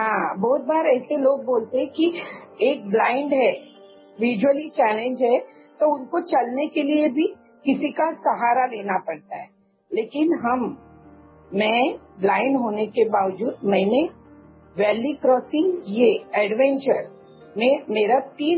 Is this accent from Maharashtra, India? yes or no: yes; Sarambal, Maharashtra, India; मैं जिस गांव से बिलोंग करती हूँ, मैं सिंधुदुर्ग जिला के सरंबल गांव से बिलोंग करती हूँ, कुडाल तालुका है हमारा